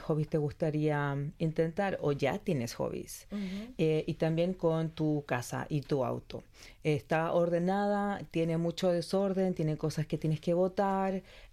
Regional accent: Chile; also born or lived in Australia; Yo soy chilena, por tanto ya tenía que empezar a hablar un español más neutro y o con ellos tenías que hablar solamente en inglés.

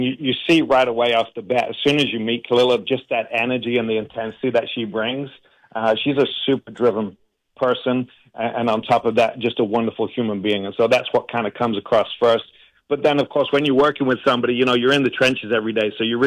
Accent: Manchester, North West England, United Kingdom; moved away; also born or lived in Nairobi, Kenya; I was born in Nairobi, Kenya, and grew up in Manchester, England

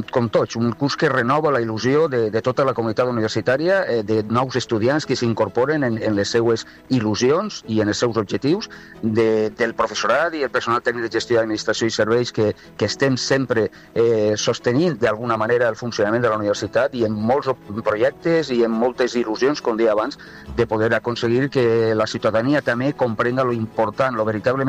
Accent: Ontinyent, Valencian Community, Spain; em fa sentir molt orgullós de que el meu poble hagi tingut, i l'Ajuntament d'Ontinyent, per supost, hagi tingut l'amabilitat d'honrar-me en este premi.

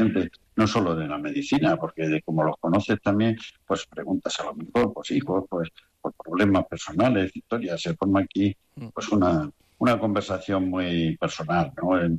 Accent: Extremadura, Spain; now in Miguelturra, Spain; Yo me siento extremeño, pero también miguelete, porque... Claro. 34 años tienen que dejarte algo, y más viviendo aquí en este sentido

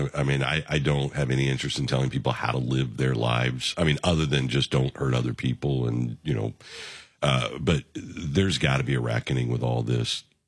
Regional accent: United States; I feel respected as an American.

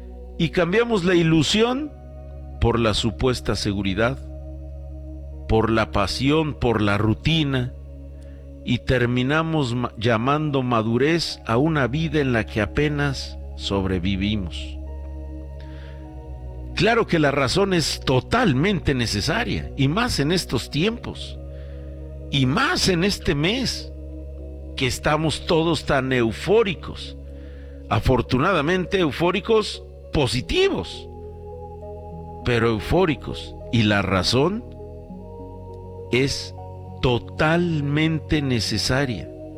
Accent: Mexico

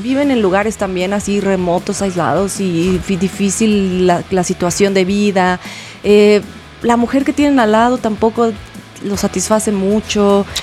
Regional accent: Mexico City, Mexico; accent: chilango; Yo soy chilanga ñera, entonces.

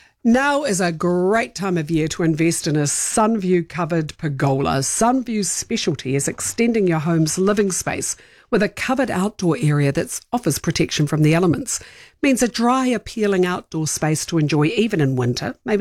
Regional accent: New Zealand; my hubby is Dutch, I'm a Kiwi.

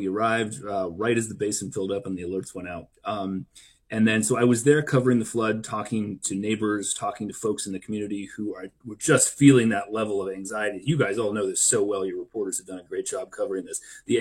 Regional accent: Arizona, United States; And I'll tell you what, I'm from Arizona. I had never been on a glacier before.

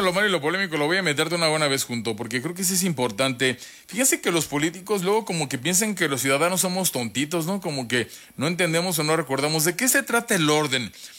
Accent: Mexico

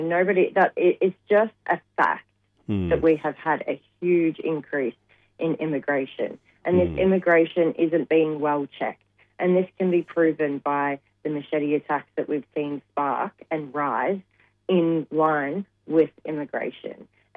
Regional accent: Australia

